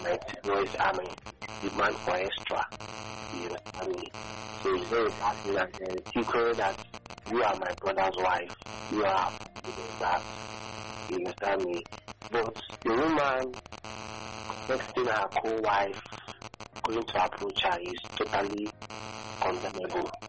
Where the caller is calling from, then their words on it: Dubai, United Arab Emirates; I'm calling from Dubai.